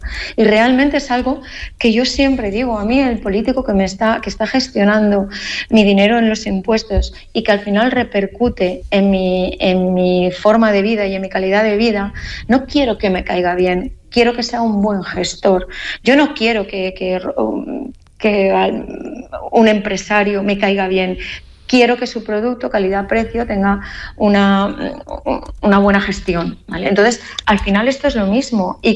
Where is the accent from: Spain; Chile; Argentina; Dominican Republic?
Spain; Alicante, Valencian Community; quizás soy como alicantina, como alicantina y como abogada